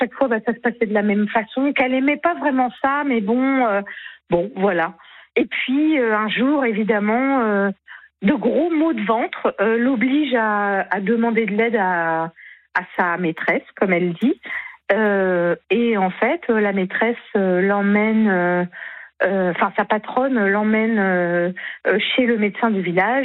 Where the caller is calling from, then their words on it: Le Mans, Pays de la Loire, France; j'habite au Mans, donc voilà, on est aux alentours du Mans.